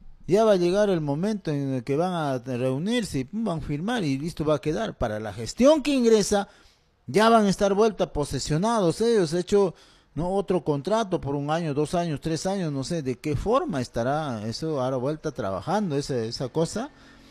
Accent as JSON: {"language": "Spanish", "town": "Pichanaki", "region": "Junín", "country": "Peru", "said": "yo también soy de Pichanaki."}